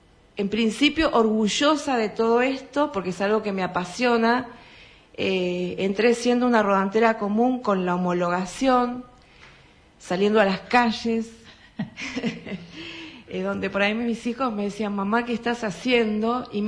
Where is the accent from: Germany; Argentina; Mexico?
Argentina; Chubut; más siendo patagónica, chubutense